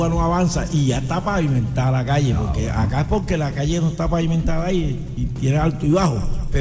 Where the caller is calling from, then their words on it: Cartagena, Bolívar, Colombia; Yo soy el presidente de la Junta de Vivienda de Fredonia